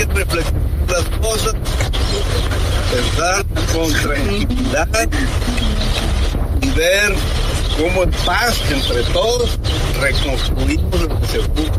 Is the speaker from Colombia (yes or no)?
no; Mexico; todos como mexicanos